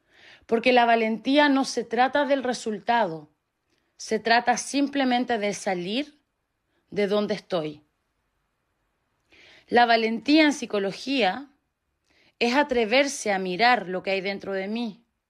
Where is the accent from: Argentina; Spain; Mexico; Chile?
Chile; yo soy chilena